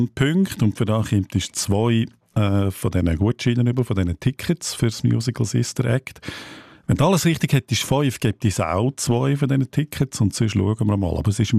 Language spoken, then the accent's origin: German; Aargau, Switzerland; Dann kommen wir zu meiner Heimat, zu meinem Heimatkanton. Die vierte Behauptung. Der Kanton Aargau, behaupte ich, grenzt auch an Kanton Uri.